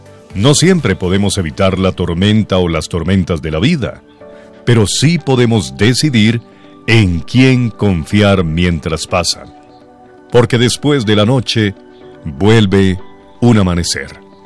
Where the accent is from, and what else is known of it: Colombia